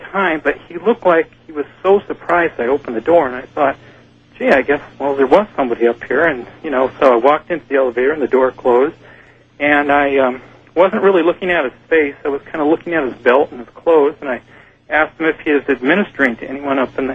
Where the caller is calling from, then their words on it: Santa Barbara, California, United States; I'm in Santa Barbara.